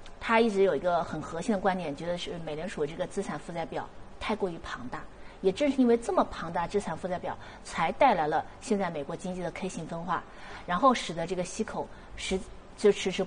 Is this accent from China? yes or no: yes; China; 我们中国人